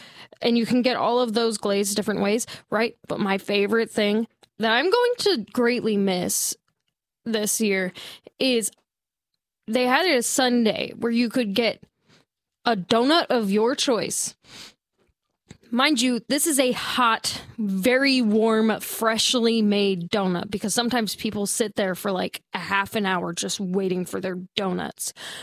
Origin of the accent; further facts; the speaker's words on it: Ohio, United States; moved away; in my hometown, because Ohio isn't known for having orchards.